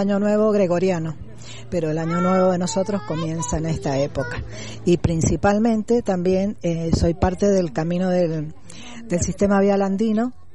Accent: Mendoza, Argentina; Pertenezco a la comunidad Yahue Sumec, Hijos del Sol, de Uspallata y del Gran Mendoza.

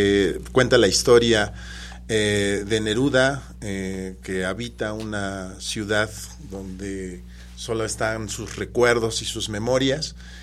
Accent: Puebla, Mexico; yo soy de Puebla, en realidad.

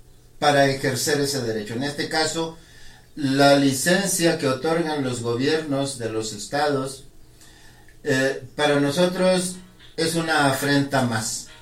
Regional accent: Mayo region, Mexico; first language Mayo; Spanish is a second language; nuestra lengua madre, que es el idioma mayo.

